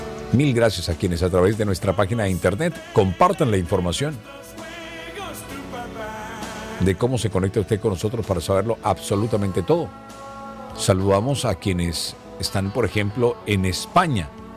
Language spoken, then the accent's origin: Spanish; Caribbean Region, Colombia; born there; Y nosotros que nacimos en el Caribe colombiano somos recontra chéveritos.